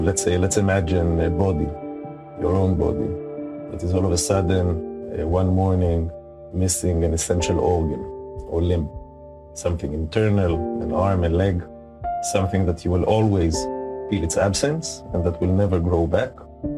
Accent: Jerusalem, Jerusalem District, Israel; now in Haifa, Israel; I currently live in Haifa. I was born and raised in West Jerusalem.

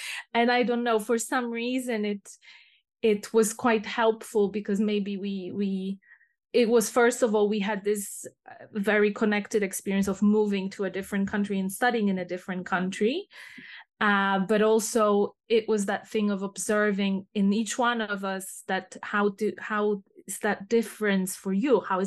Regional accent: Poland; also born or lived in Scotland; now in England, United Kingdom; when I was growing up or in high school, I went to see a lot of theater in Poland.

